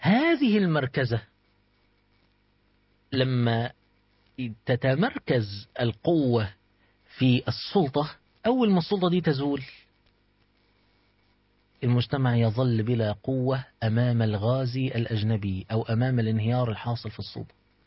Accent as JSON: {"language": "Arabic", "country": "Egypt", "said": "إحنا عندنا في مصر مثلا طول عمرنا عندنا الأزهر"}